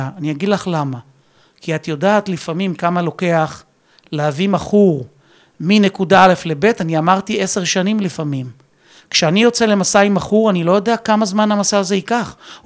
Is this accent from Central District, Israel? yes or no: yes; Rishon LeZion, Central District, Israel; born there; אני נולדתי ברמת אליהו, שזו שכונה של ראשון